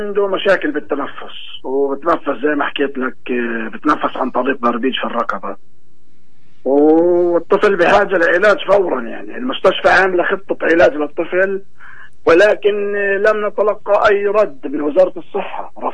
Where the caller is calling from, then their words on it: Bethlehem, West Bank, Palestine; من بيت لحم.